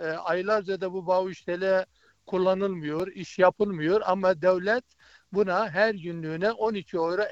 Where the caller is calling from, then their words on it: Berlin, Germany; Berlin'den arıyorum.